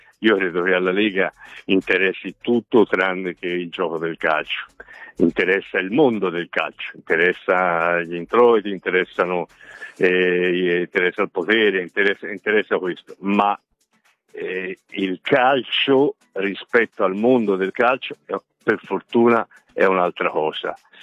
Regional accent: Piedmont, Italy; per dirlo da piemontese

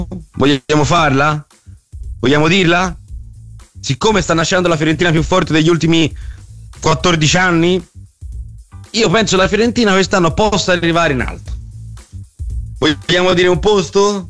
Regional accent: Florence, Tuscany, Italy; Noi vogliamo solo godere perché siamo fiorentini e orgogliosi della viola, il resto non ci interessa.

